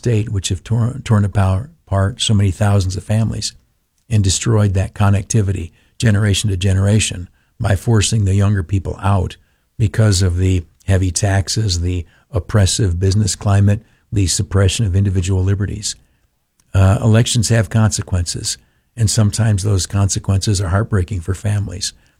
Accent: New York, United States; Like many families, particularly in upstate New York, ours is all moved away. I've had cousins I grew up with in the Southern Tier.

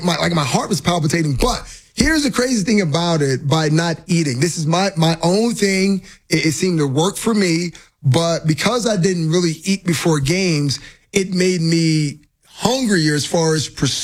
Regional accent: Miami, Florida, United States; moved away; hockey wasn't the sport of choice where I grew up in Miami.

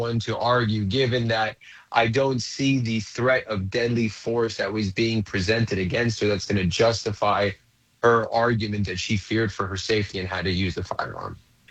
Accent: Fort Lauderdale, Florida, United States; Fort Lauderdale is my hometown.

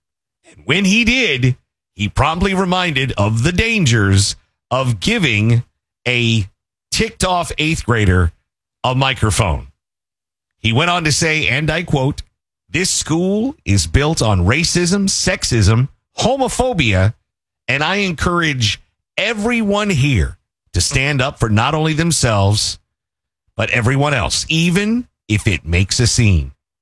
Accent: Louisville, Kentucky, United States; right around my hometown of Louisville, Kentucky

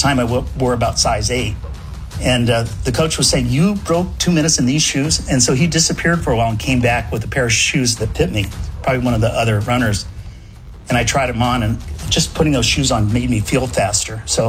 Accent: Tennessee, United States; born there; also born or lived in Japan / Spain

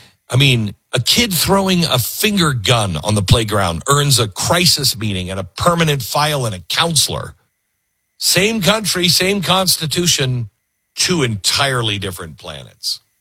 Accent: Mount Vernon, Washington, United States; I grew up in Mount Vernon, Washington's about, I don't know, 70 miles north of Seattle. And it wasn't weird at that time. It was normal.

